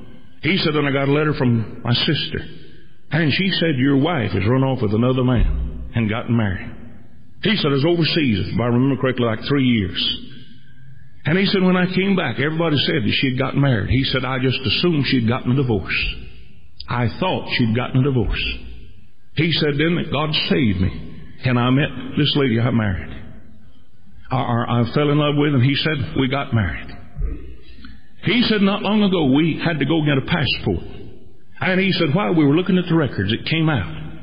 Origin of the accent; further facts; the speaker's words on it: United States; just as much as I know I'm an American